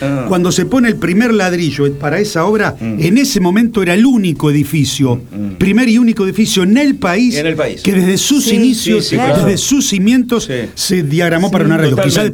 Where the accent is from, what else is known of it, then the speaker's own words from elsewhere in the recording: Buenos Aires, Argentina; siendo porteño